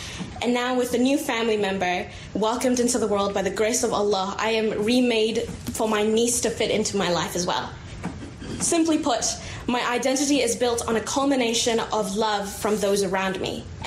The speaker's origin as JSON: {"language": "English", "country": "Malaysia", "moved": "yes", "lives_now": "New Zealand", "said": "Another string that attaches me to my home country. Another form of proof that, yes, I am still connected to Malaysia, even though I no longer live there."}